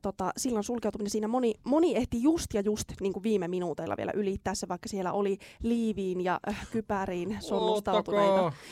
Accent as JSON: {"language": "Finnish", "town": "Liperi", "region": "North Karelia", "country": "Finland", "tie": "born or raised there", "said": "onneksi itse en lapsena ole asunut Joensuussa, koska tämmöinen vaaratilanne oli saattanut käydä, että Liperissä, kun olen kasvanut, siellä ei onneksi tämmöisiä niinku siltojen ylityksiä sitten liioin ollut"}